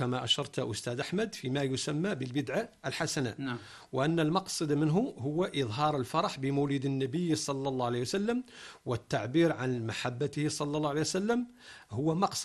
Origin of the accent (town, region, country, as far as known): Morocco